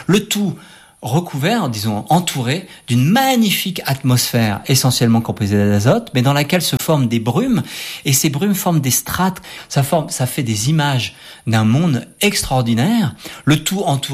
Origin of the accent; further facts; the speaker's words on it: France; en tant que Français